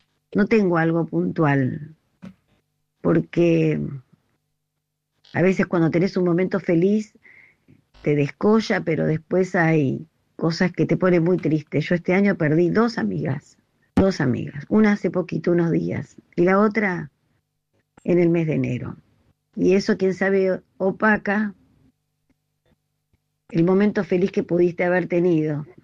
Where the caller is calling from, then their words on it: Buenos Aires, Argentina; de Colegiales.